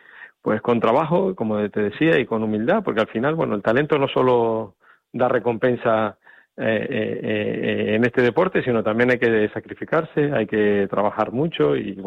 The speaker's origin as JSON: {"language": "Spanish", "region": "Canary Islands", "country": "Spain", "said": "yo siempre he sido una persona muy orgullosa de mi tierra"}